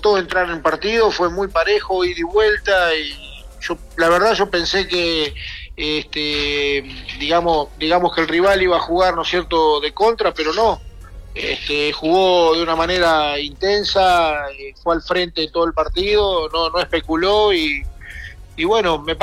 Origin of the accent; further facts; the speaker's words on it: Argentina; a nosotros los argentinos